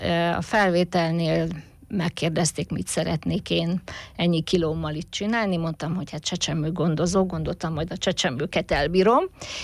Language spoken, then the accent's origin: Hungarian; Biritó, Tolna, Hungary; Én Biriton nőttem fel a Paksi Állami Gazdaságba, ami egy nagy család volt akkor.